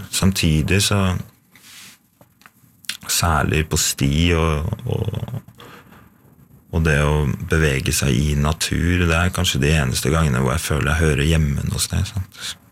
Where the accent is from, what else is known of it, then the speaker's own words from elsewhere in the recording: Skedsmokorset, Akershus, Norway; Ja, jeg er fra Skedsmokorset, men familien er fra Finnskogen, ja.